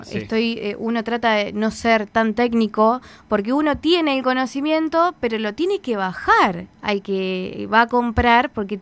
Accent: Santa Fe, Argentina; Vos sabés que nosotros somos de acá, de Santa Fe.

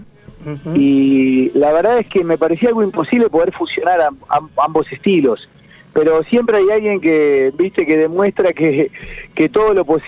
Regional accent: Argentina; yo siendo argentino, hijo de un tintorero, sin plata, sin apellido famoso

